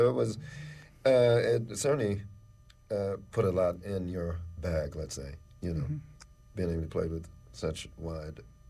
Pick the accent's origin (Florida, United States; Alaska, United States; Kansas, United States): Florida, United States; Miami; moved away; also born or lived in Philadelphia, Pennsylvania; I'm from Miami, Florida.